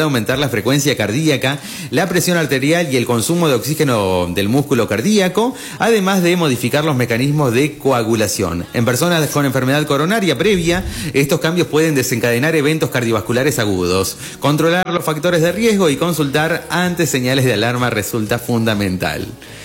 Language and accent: Spanish; Argentina